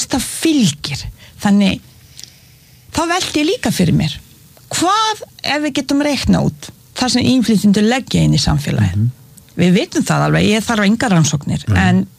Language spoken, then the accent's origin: Icelandic; Bosnia & Herzegovina; Icelandic is a second language; now in Iceland; Ég fæddi upp hann í Bosníu-Hertsegóvínu.